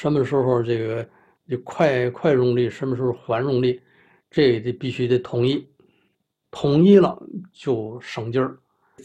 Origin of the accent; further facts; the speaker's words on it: Tianjin, China; also born or lived in Hedong District, Tianjin; 我不是陈家沟子人，我是在益丰区出生长大的，益丰区那儿